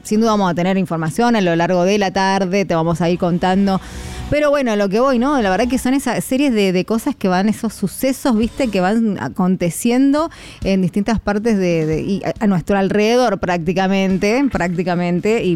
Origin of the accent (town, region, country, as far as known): Argentina